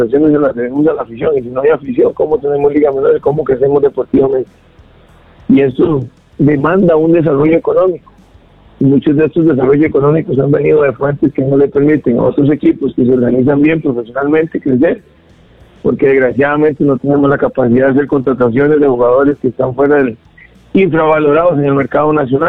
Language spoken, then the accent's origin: Spanish; Costa Rica